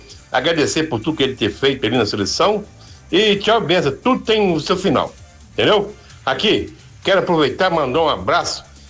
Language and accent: Portuguese; São Fernando, Brazil; moved away; Um abraço a todo esse povão aí de São Fernando, minha terra natal, gente boa, da melhor qualidade. Aqui, fiquem todos com Deus … aqui, do bairro Gaspar.